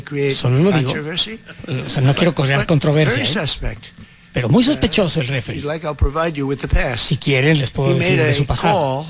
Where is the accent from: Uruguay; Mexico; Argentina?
Mexico; now in United States; México es mi primera nación. Yo creo que en mis amores y cariños en segundo estaría España. Y luego está el país que me da cobijo y donde vivo